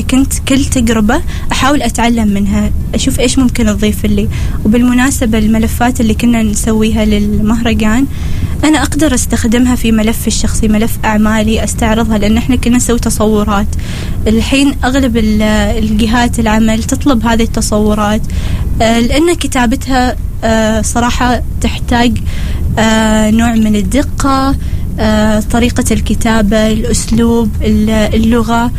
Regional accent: Oman; حالياً أريد أتعرف أكثر على بيئة العمل عندنا في عمان،

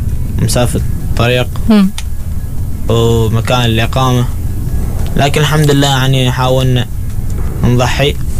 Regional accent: Muscat, Muscat Governorate, Oman; انا من مسقط لكن شيء سكن هناك في شناص

